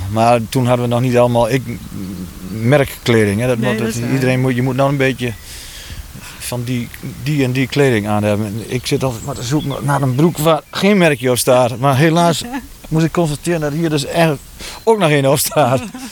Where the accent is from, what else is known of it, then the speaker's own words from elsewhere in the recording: Drenthe, Netherlands; Dat vind ik als Drent wel eens... doet me dat wel eens pijn.